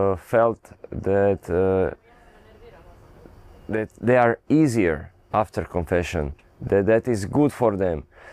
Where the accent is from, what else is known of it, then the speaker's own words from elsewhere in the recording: Rijeka, Primorje-Gorski Kotar County, Croatia; I am from Rijeka in Croatia.